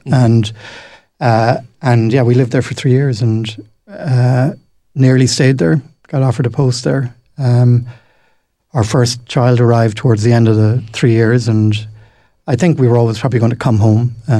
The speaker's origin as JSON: {"language": "English", "town": "Youghal", "region": "Munster", "country": "Ireland", "lives_now": "Cork, Ireland", "said": "obviously I'm from Youghal"}